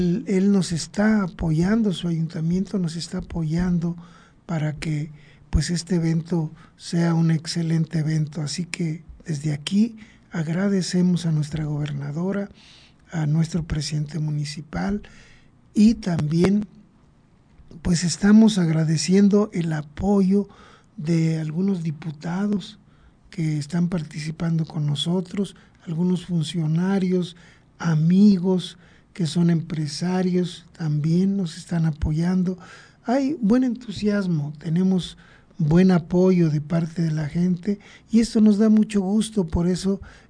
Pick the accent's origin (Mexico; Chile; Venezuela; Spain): Mexico; Cutzamala de Pinzón, Guerrero; mi paisana Vanessa Pineda, originaria de mi pueblo de Cutzamala.